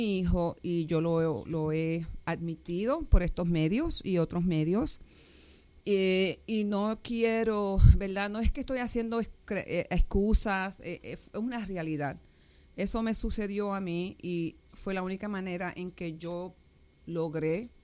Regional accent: Machuchal, Puerto Rico; principalmente porque yo nací en Machuchal y me crié parte de mi niñez antes de que papi nos mudara a Calcujún. Pero siempre estuve en Machuchal

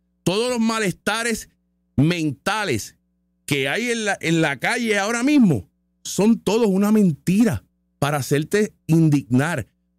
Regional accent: Puerto Rico

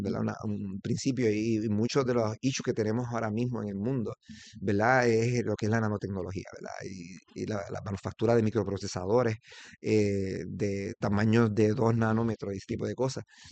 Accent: Puerto Rico; Es lo que nos hace pensar que somos la NASA boricua.

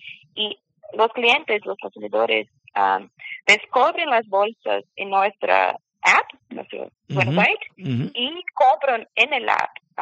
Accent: Brazil; Spanish is a second language; Primeramente, yo tengo que decir que soy brasileña, mi español es... Estoy aprendiendo español todavía

